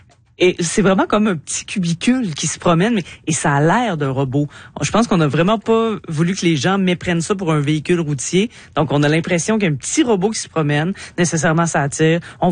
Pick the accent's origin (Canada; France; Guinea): Canada; Donc on pouvait pas avoir accès en tant que Canadien.